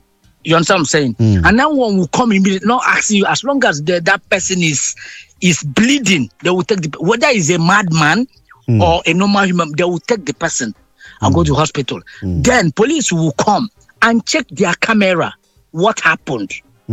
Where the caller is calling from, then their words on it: South Korea; I'm calling you from South Korea.